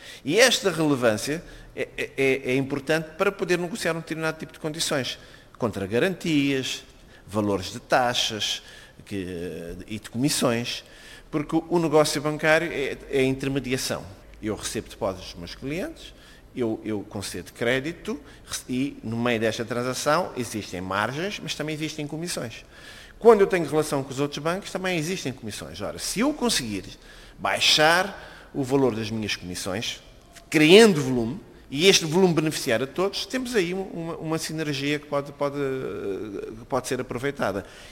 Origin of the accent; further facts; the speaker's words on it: Cape Verde; nós, Cabo Verde tem um problema de escala, okay? Somos 500 mil habitantes.